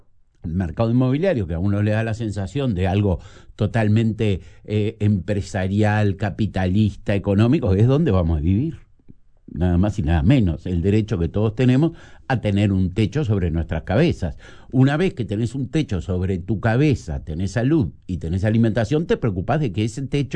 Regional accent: Uruguay; cualquier uruguayo

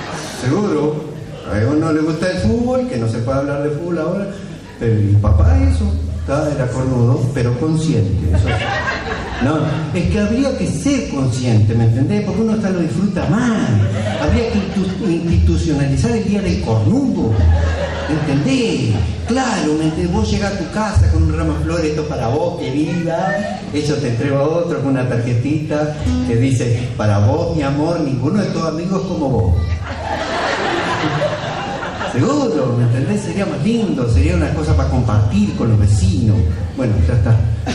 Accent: Paso de los Toros, Tacuarembó, Uruguay; born there; moved away; Bueno, nací en Paso de los Toros hace 35 años. Perdón. Hace 35 años que salí de allí con un sueño a cuesta

